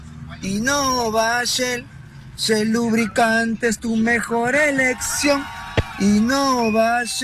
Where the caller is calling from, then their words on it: Lima, Peru; Le comunico desde acá, desde Girón Intisuyo, del distrito de San Miguel